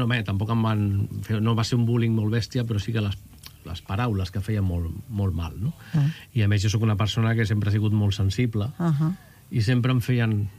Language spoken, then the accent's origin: Catalan; Barcelona, Catalonia, Spain; jo vaig néixer a Barcelona.